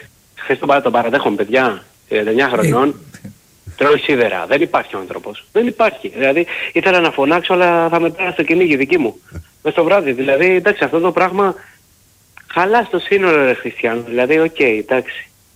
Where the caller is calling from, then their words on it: Corinth, Peloponnese, Greece; από την Κόρινθο, Παναθηναϊκάκιας.